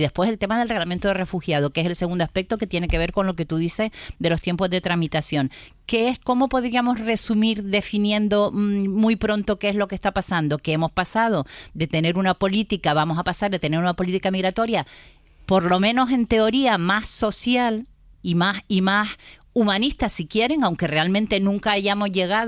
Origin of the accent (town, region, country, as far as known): Canary Islands, Spain